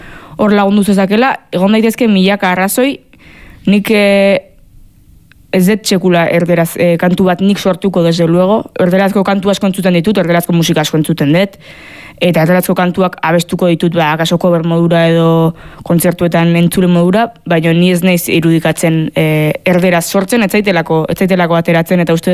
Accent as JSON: {"language": "Basque", "region": "Basque Country", "country": "Spain", "tie": "born or raised there", "said": "nire jaioterriak aso oso txiki bat alako ere Gipuzkoa barnealdean, betinik egunerokoan euskera egin ezen detelako nire familiarekin momentu guztietan, nire ingurua beti oso euskalduna izan dalako"}